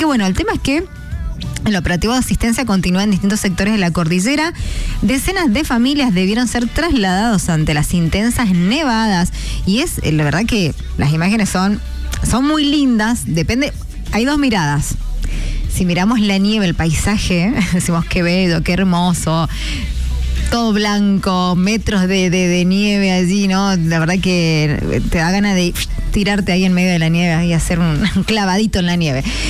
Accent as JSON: {"language": "Spanish", "country": "Argentina", "said": "como argentinos luchadores y resilientes que somos"}